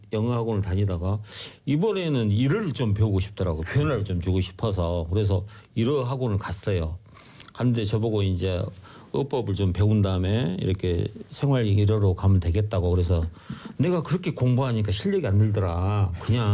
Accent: South Korea; 그래서 제가 별명이

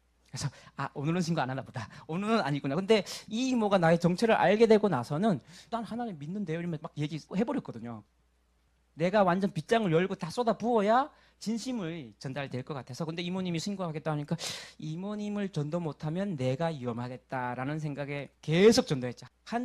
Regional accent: North Korea; moved away as an adult; also born or lived in China; 알고 봤더니 제가 98년에 탈북했으니까 2000년도에는 중국에서 있었거든요.

